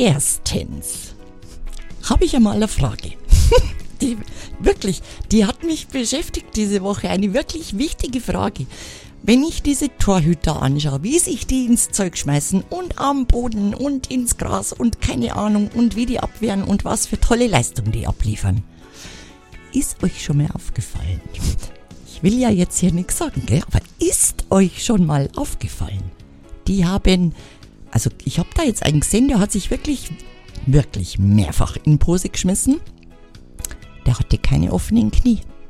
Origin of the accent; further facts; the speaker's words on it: Germany; Als Deutscher hier in unserem Fußballland.